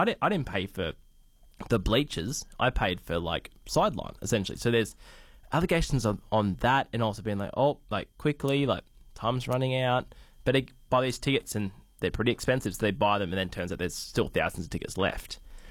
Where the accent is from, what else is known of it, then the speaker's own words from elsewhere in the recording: Queensland, Australia; I'm like Queenslander, but it feels weird when you don't actually watch it.